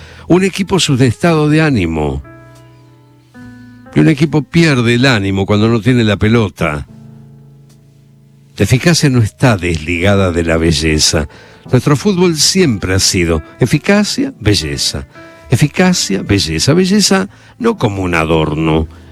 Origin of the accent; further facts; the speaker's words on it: Rosario, Santa Fe, Argentina; Yo soy demasiado rosarino. Para mí Rosario es una ciudad distinta, es como un barrio gigante desde Buenos Aires.